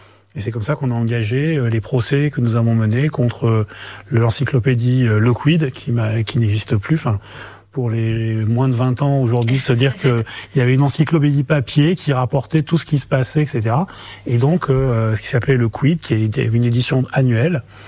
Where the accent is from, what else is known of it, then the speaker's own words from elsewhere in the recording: Grenoble, Auvergne-Rhône-Alpes, France; born there; je suis né à Grenoble, donc en province, dans la région Rhône-Alpes. Dans une famille qui avait des engagements assez forts dans le monde associatif local